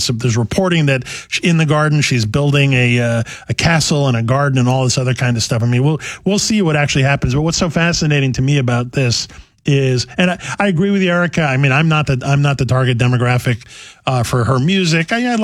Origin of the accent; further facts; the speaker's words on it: New York City, New York, United States; I'm a native New Yorker. I grew up, my dad was from Brooklyn. I spent a lot of time growing up in Manhattan.